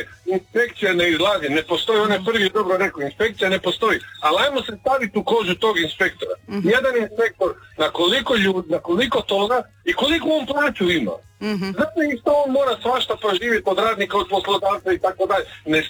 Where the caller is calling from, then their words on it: Croatia; Znači, ljudi nikad kod nas, u Hrvatskoj, općenito.